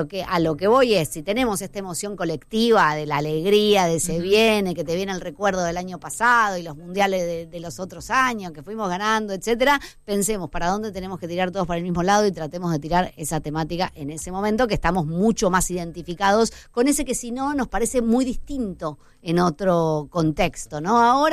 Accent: Argentina; somos todos argentinos, eso está claro, ¿no?

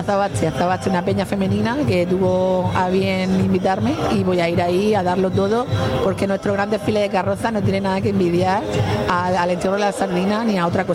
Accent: Alcantarilla, Region of Murcia, Spain; yo también soy de aquí de Alcantarilla de toda la vida

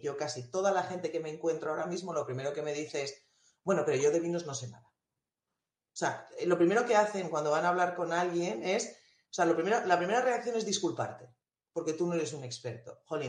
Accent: La Rioja, Spain; born there; Bueno, La Rioja, quizás por donde yo nací, es más conocida.

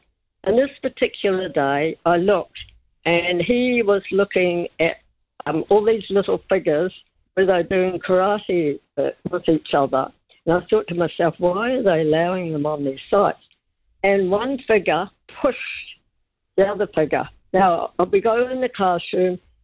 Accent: Ponsonby, Auckland, New Zealand; very impressed because I told him about all my different cultures, Maoris at school, Islanders, I was brought up in Ponsonby.

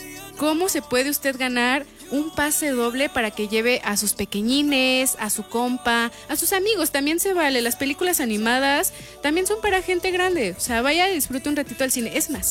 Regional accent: Pátzcuaro, Michoacán, Mexico; yo soy de rancho, soy de Pátzcuaro

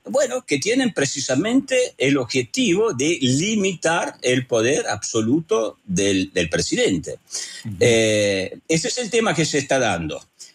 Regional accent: Italy; moved away; Yo soy italiano

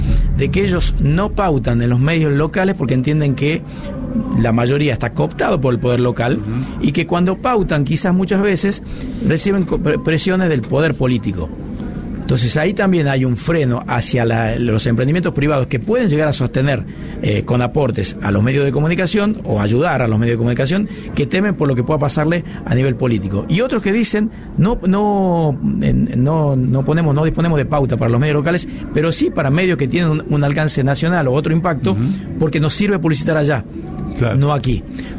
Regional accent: Tucumán, Argentina; Sí, recontra tucumano.

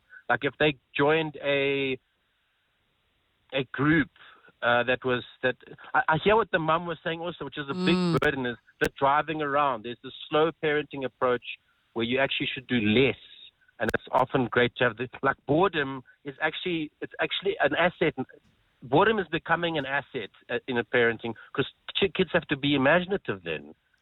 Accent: South Africa; also born or lived in Johannesburg; In coastal areas, when I was a kid growing up, we moved from Joburg down there and I got into surfing and I would surf all day, every day, as much as I could.

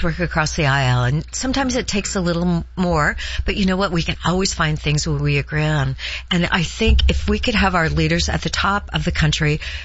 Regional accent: Heppner, Oregon, United States; But, okay, I grew up when we actually had 300 more lumber mills in the state. I was from Hempner. We had the Kinzu Mill.

